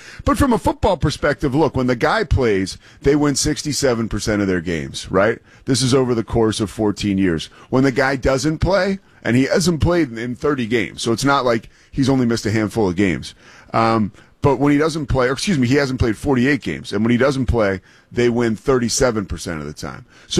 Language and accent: English; Philadelphia, Pennsylvania, United States; I'm from Philly. I have like pretty strong media ties there.